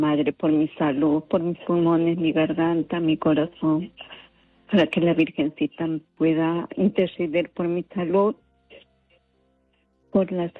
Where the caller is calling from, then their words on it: Chincha Alta, Ica, Peru; de Chincha, estoy llamando de Chincha.